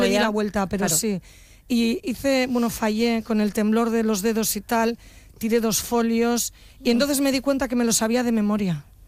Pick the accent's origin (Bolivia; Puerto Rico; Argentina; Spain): Spain; Bilbao, Basque Country; Yo no nací en Bilbao. Puedo decir que soy bilbaína